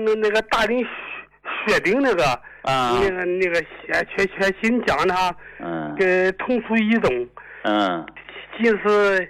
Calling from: Yantai, Shandong, China; 我是烟台的。

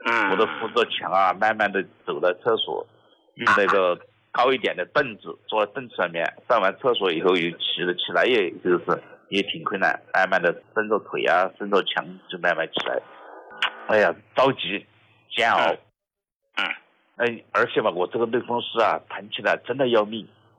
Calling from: Nantong, Jiangsu, China; 我来自江苏南通的。

